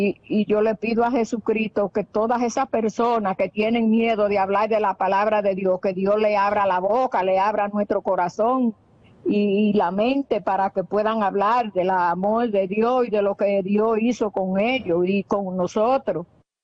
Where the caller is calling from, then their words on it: Dominican Republic; la de Santo Domingo, Santo. Bejuco Alambre. Yo vivo en un campo de Santo Domingo, de Bejuco Alambre.